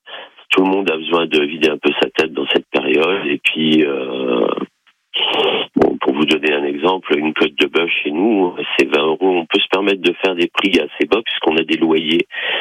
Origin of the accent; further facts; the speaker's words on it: Hauts-de-France, France; now in Somme, France; Et moi, je suis natif du Nord, donc ce que je voulais recréer, c'est ce qui existe, le long des canaux dans le Nord.